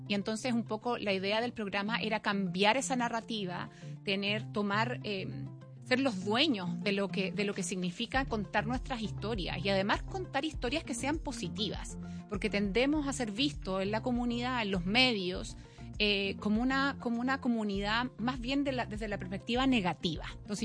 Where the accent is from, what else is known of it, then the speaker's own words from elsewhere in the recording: Chile; now in Ohio, United States; soy chilena